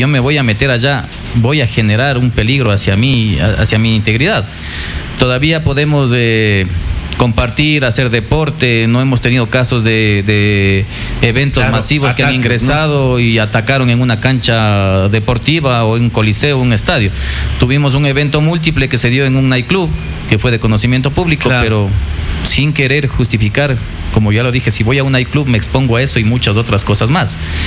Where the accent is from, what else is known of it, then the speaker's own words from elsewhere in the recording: Tungurahua, Ecuador; nuestra provincia de Tungurahua todavía se mantiene con unos índices delictuales y de violencia sobrebajo de las otras provincias